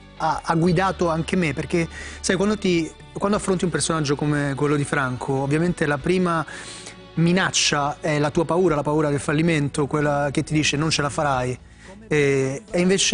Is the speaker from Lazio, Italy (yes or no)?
no; Sicily, Italy; c'è intanto sicuramente una memoria che abbiamo genetica della sicilianità, ce la portiamo dietro nostro malgrado, e a un certo punto ci richiama sempre.